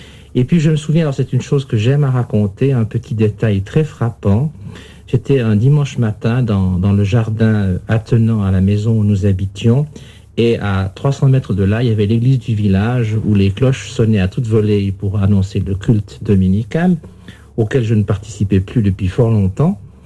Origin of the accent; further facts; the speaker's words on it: Yverdon, Vaud, Switzerland; born there; j'ai 57 ans. Je suis né à Yverdon, une petite localité au bord du lac de Neuchâtel, en Suisse romande.